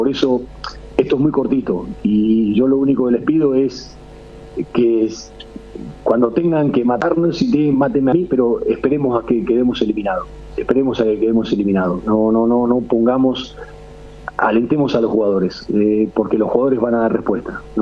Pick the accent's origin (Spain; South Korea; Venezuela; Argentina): Argentina; now in Paraguay; yo le voy a decir una cosa como argentino, no como, como técnico de la selección paraguaya.